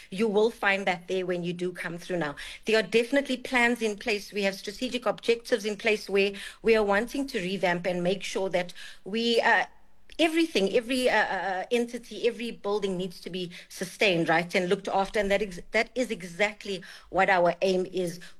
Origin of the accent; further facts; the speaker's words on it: Durban, KwaZulu-Natal, South Africa; I'm from KZN, I'm from Durban. I was at the Playhouse every other weekend